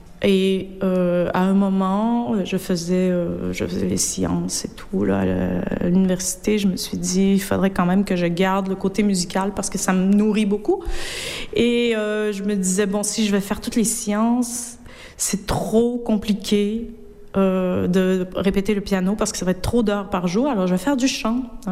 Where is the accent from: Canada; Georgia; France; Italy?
Canada; Quebec; moved away; comme on vient des régions un peu pauvres là, de la province